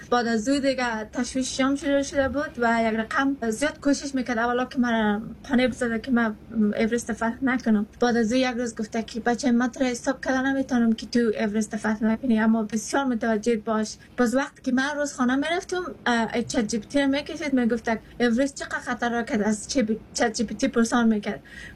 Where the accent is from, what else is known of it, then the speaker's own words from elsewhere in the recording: Afghanistan; now in Australia; من از افغانستان هستم در کور کلان شدم